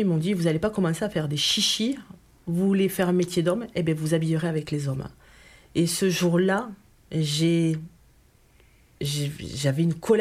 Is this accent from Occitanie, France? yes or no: yes; Occitanie, France; born there; Moi je suis née dans l'Ariège, tout petit village. Dans l'école, on était 12 enfants.